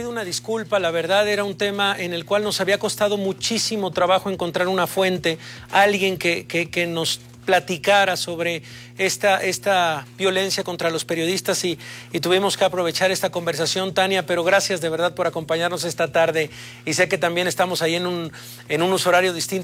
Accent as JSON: {"language": "Spanish", "town": "Poza Rica", "region": "Veracruz", "country": "Mexico", "tie": "born or raised there", "said": "Para gran parte de mi infancia la viví en Poza Rica, Veracruz, así que conozco perfectamente la avenida 20 de noviembre"}